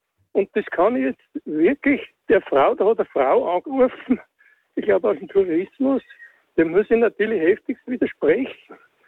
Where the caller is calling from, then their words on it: Upper Austria, Austria; ich rufe aus Oberösterreich an. Ich habe 1972 maturiert.